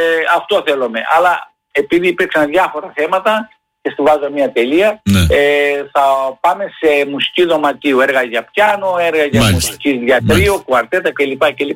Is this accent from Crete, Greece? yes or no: yes; Heraklion, Crete, Greece; στο αγαπημένο μου Ηράκλειο.